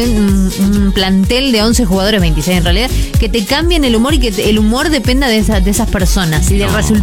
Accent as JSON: {"language": "Spanish", "town": "Rosario", "region": "Santa Fe", "country": "Argentina", "said": "somos de Rosario, rosarinos."}